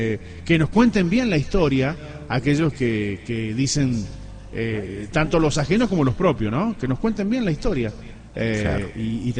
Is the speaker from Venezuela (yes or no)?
no; Argentina